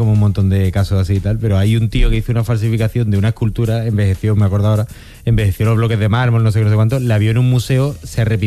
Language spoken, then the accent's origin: Spanish; Andalusia, Spain